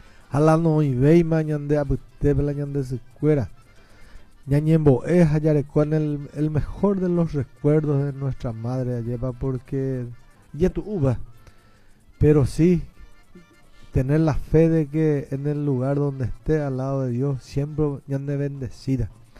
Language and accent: Spanish; Paraguay